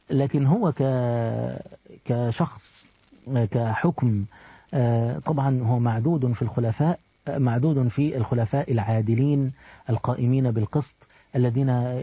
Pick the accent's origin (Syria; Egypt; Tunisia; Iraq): Egypt; يعني مثلا إحنا عندنا في مصر النقاب قليل، النقاب قليل، المتدينة الموجودة في مصر هي المتدينة التي تكشف وجهها